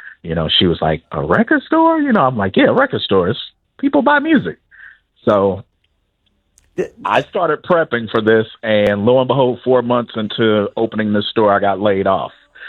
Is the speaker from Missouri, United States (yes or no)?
yes; St. Louis, Missouri, United States; moved away as an adult; now in Chattanooga, United States; Originally, I'm from St. Louis, Missouri, the St. Louis, Missouri area. Moved here in 2021 due to marriage. So I've been in Chattanooga since 2021, and I love it.